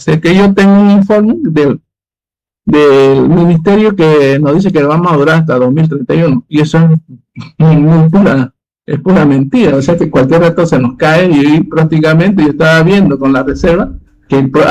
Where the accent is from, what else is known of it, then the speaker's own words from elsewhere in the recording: Bolivia; A mí lo más interesante es que nosotros, como boliviano, tenemos que tener en cuenta lo siguiente.